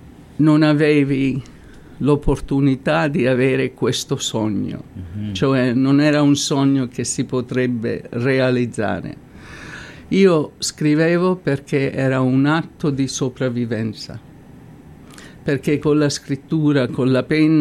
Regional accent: Ceprano, Lazio, Italy; born there; Allora, io sono nata a Ceprano e mio papà venne in Canada nel 1956, perché dopo la guerra la nostra zona nel Lazio è stata molto molto distrutta

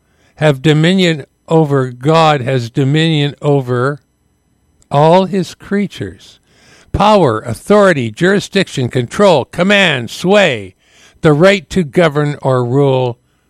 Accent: British Columbia, Canada; We are Ahusat. We are Kelsmat. We are Yuthluwit'hat. We are not Canadian. We were not born in Canada.

